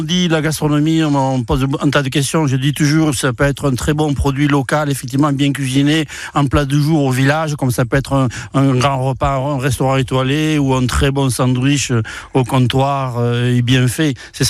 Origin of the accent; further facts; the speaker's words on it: Occitanie, France; also born or lived in Port-Vendres; c'était jouer au football avec les copains catalans, alors que moi, je venais de l'Aveyron et d'ailleurs.